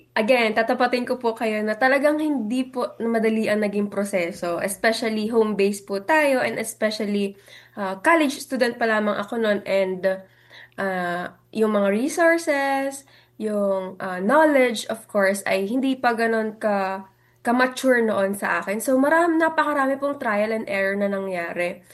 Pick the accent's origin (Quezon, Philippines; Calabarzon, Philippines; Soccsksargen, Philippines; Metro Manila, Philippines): Calabarzon, Philippines; Lukban; And we also have here our longganisa lukban, of course, since I'm from Lukban